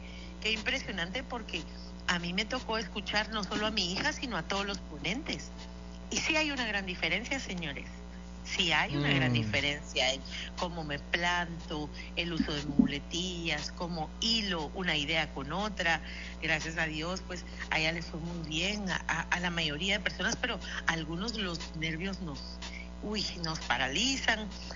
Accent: Guatemala; moved away as an adult; Eso quiere decir que yo salí de Guatemala hasta ser grande.

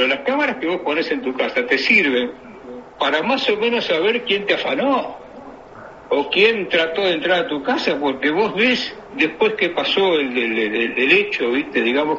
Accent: Montevideo, Uruguay; born there; also born or lived in La Figurita, Montevideo; yo nací en Peñarol

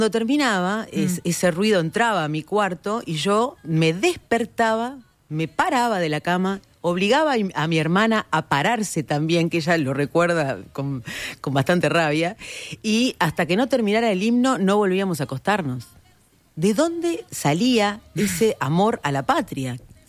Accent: Maldonado, Uruguay; mi infancia, una infancia en Maldonado

